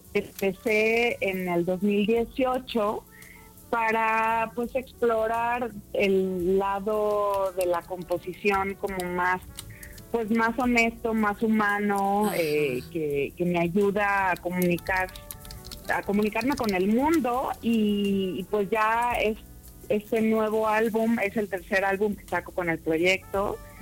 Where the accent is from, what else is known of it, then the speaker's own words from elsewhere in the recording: Guadalajara, Jalisco, Mexico; born there; also born or lived in Mexico City; Pues empecé en Guadalajara, que yo nací en Guadalajara, pero ya llegó un momento en el que decidí estudiar formalmente música y me mudé a la Ciudad de México